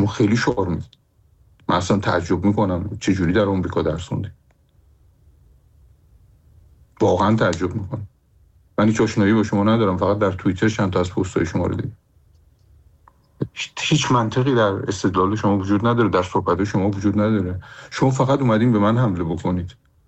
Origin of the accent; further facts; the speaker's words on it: Iran; moved away; همه ما ایرانی هستیم، ایران هم ملک مشاه ما، سرزمین ما